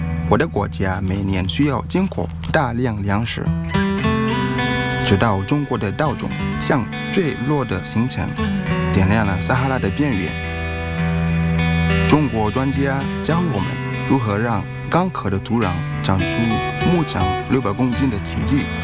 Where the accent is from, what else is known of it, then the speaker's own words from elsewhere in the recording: Nigeria; Chinese is a second language; now in Changsha, China; 来自非洲人口最多的国家尼日利亚。